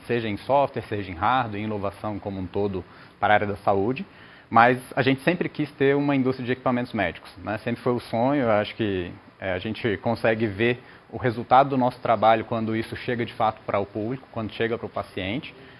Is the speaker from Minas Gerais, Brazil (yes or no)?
no; Brasília, Federal District, Brazil; eu sou de Brasília.